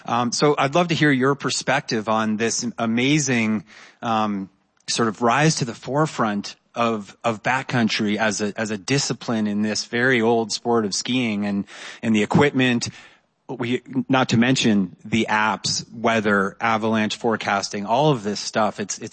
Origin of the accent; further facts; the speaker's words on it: New Hampshire, United States; moved away; my good friend who I grew up with in New Hampshire, Mark Sinnott.